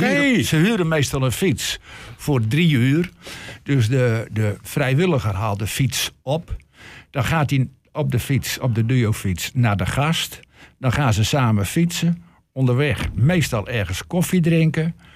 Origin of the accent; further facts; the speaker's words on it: Groningen, Netherlands; accent: Low Saxon; Ik kom uit het oosten van Groningen.